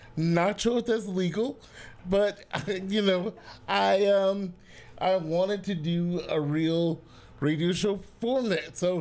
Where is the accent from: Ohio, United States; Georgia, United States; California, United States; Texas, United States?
Georgia, United States; Atlanta; I'm from Atlanta.